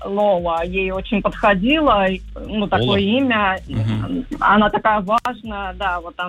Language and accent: Russian; Podolsk, Moscow Oblast, Russia; И придумали, я из Подольска, мы из Подольска